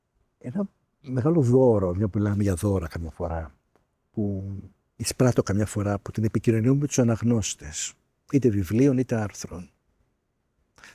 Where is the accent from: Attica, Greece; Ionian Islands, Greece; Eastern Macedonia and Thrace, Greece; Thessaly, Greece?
Attica, Greece; Athens; Όπως είπα στην αρχή της συνομιλίας μας, μεγάλωσα στην Πατησίων.